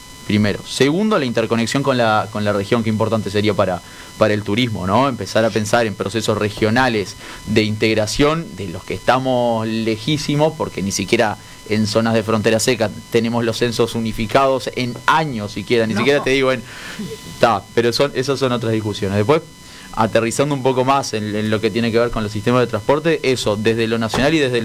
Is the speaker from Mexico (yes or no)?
no; Rivera, Uruguay; born there; now in Montevideo, Uruguay; porque nací en Rivera y porque me tuve que venir a Montevideo por una cuestión de oportunidades, qué distinto sería el Uruguay si el tramo Rivera-Montevideo se pudiera hacer en 45 minutos, una hora